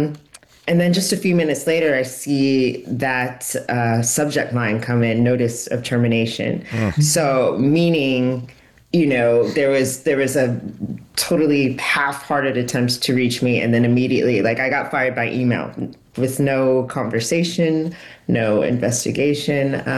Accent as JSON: {"language": "English", "town": "Dallas", "region": "Texas", "country": "United States", "tie": "born or raised there", "said": "I was in Dallas, that's my hometown, because my father was critically ill and had been in the hospital."}